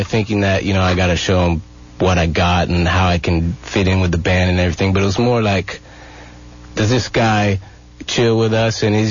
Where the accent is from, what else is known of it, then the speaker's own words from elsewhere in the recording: Dillsburg, Pennsylvania, United States; moved away as an adult; now in Calabasas, United States; I'm from a small little town on the east coast of Pennsylvania called Dillsburg, Pennsylvania.